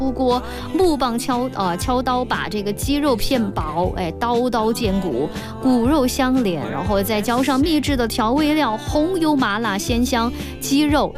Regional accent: Sichuan, China; 但是我们四川人啊

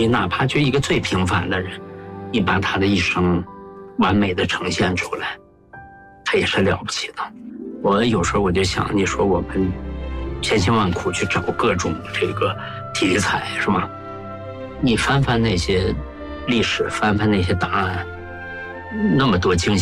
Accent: Heilongjiang, China; 就因为我本身是黑龙江人嘛，小时候文物多，我对那块土地特别熟悉嘛。

